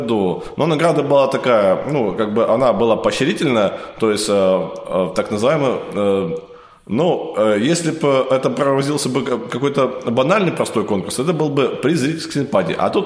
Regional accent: Perm Krai, Russia; представляю Пермский край, но на самом деле я из Пермского края, как бы, но еще севернее Перми, то есть 180 километров от города Березники.

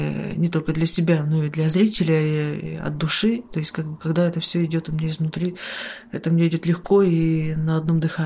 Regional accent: Kursk, Kursk Oblast, Russia; Я приехала из города Героя Курск.

